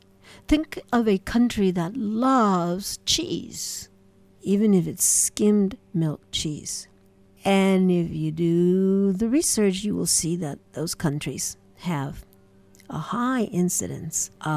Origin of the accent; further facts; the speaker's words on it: United States; My home country, United States